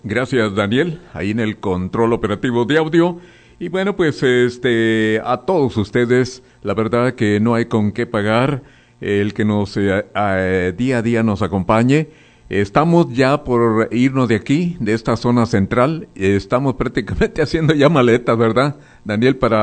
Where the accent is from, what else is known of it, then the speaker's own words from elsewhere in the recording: Nayarit, Mexico; estoy muy contento aquí en mi tierra, Nayarit.